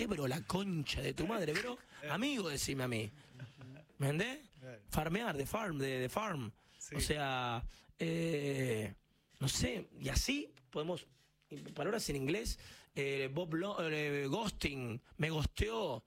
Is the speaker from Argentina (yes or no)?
yes; Argentina; Bueno, yo soy muy argentino. Yo a veces me frustra cuando no nos damos cuenta.